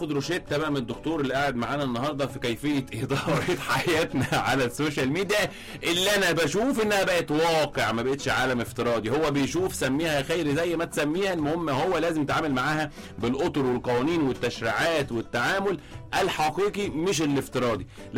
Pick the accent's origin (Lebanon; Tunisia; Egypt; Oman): Egypt; هنا عندنا في مصر